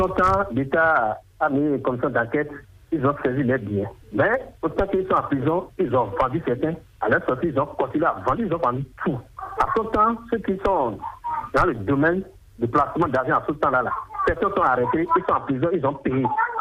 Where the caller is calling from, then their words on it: Akassato, Atlantique, Benin; Je vous appelle depuis Akassatou.